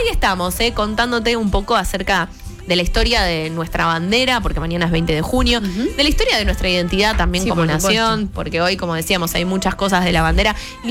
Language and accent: Spanish; Argentina; nuestra identidad como argentinos